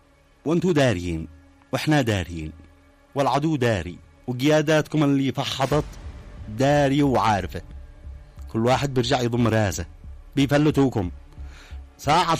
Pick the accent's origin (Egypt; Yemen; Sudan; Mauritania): Yemen; وانت يمني وانا يمني